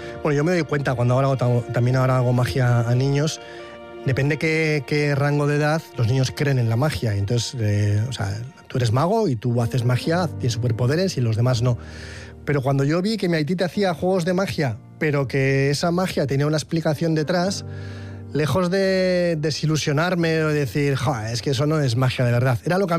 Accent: Getxo, Basque Country, Spain; born or raised there

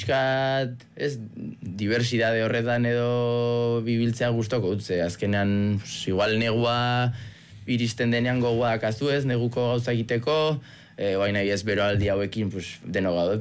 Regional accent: Vitoria-Gasteiz, Basque Country, Spain; Gazteiztarra naiz

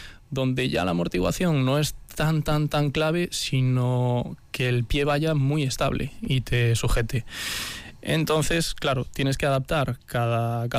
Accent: Galicia, Spain

